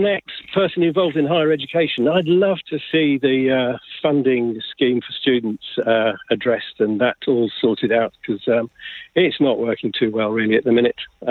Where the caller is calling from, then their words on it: London, United Kingdom; from Hackney here.